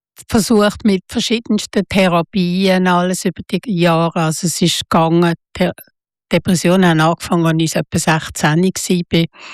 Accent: Basel, Basel-Stadt, Switzerland; ich bin in Basel aufgewachsen, oder?

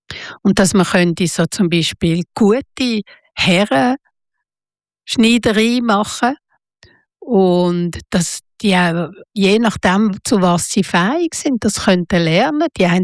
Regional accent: Basel, Basel-Stadt, Switzerland; Das ist so eine Jugendhauszeit gewesen und ich bin in Basel aufgewachsen, oder?

